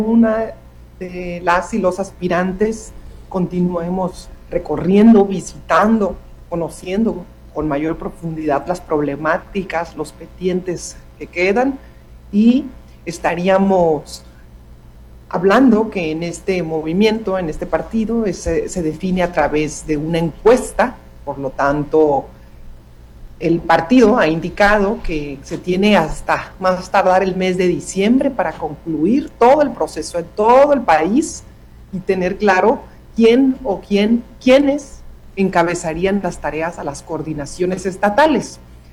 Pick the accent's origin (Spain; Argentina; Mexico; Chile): Mexico